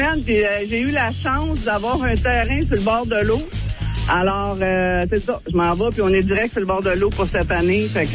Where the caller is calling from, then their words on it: Quebec, Canada; Nous, on vient de l'Estrie